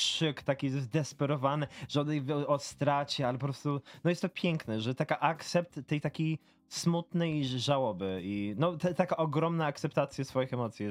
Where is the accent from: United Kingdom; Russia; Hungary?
United Kingdom; England; moved away; bo ja się wychowałem w Anglii